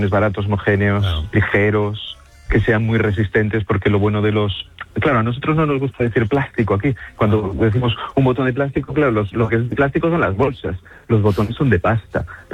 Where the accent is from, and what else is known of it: Galicia, Spain